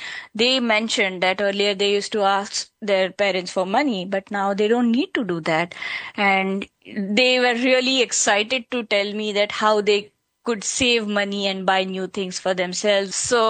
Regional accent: Mumbai, Maharashtra, India; First of all, being a city girl, I'm born and brought up in Mumbai. So there are very, very few stars that we get to see from Mumbai.

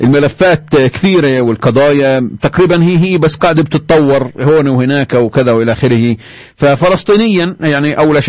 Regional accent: Palestine; بنفكر بالطريقة اللي بتجي هوانا كفلسطينيين

